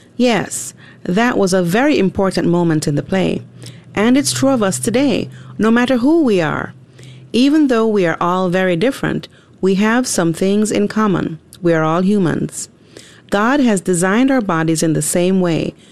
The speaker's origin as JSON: {"language": "English", "country": "Jamaica", "tie": "born or raised there", "moved": "as an adult", "said": "in high school when I lived in my home country of Jamaica."}